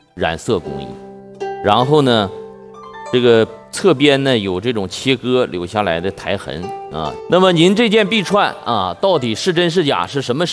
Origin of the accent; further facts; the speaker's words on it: China; 我们中国人